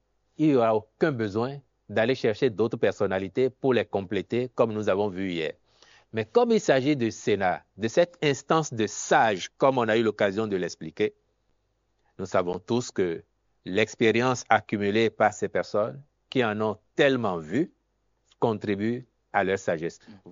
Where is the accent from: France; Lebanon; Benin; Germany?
Benin; Tous, en tant que Béninois, nous lui avons confié la gestion de notre pays.